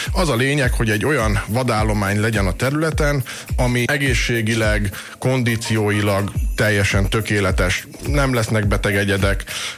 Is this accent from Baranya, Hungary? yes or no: no; Székesfehérvár, Fejér, Hungary; városi gyerekként nőttem fel, mert itt laktam Fehérváron